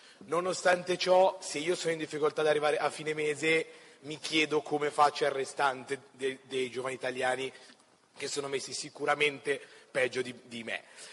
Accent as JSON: {"language": "Italian", "town": "Milan", "region": "Lombardy", "country": "Italy", "tie": "born or raised there", "said": "sono innanzitutto di Milano, nato e cresciuto a Milano, da una famiglia benestante"}